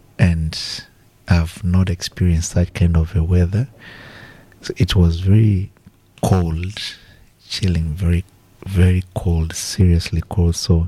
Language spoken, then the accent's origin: English; Kenya; now in Australia; I come from Kenya originally.